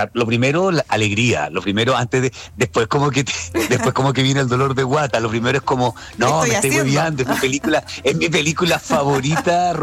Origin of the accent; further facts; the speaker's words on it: Temuco, Araucanía, Chile; ¿De qué parte de Temuco soy? Mira, vivo súper cerquita de donde va a ser la presentación. Bueno, mis papás, ¿no?